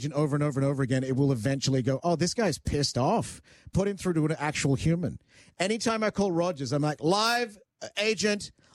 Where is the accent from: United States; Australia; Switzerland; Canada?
Canada; I'm not American, but I'm a Canadian and I'm in Canada.